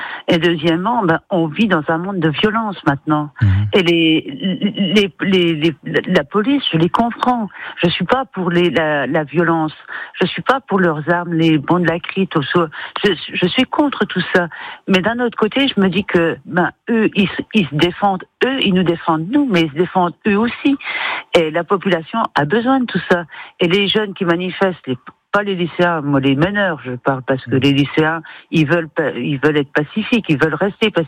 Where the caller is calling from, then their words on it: Vittel, Grand Est, France; Je suis de Vittel, oui.